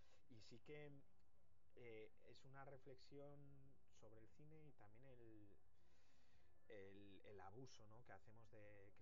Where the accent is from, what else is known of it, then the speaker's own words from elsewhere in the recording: Bilbao, Basque Country, Spain; Mejor que somos de Bilbao.